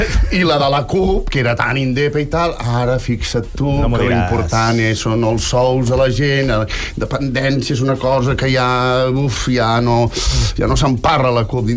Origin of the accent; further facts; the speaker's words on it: Catalonia, Spain; Nosaltres som catalans